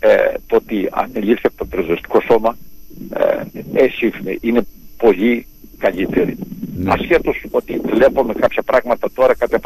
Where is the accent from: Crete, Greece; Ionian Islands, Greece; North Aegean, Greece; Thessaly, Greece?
Crete, Greece; που είμαστε από την Κρήτη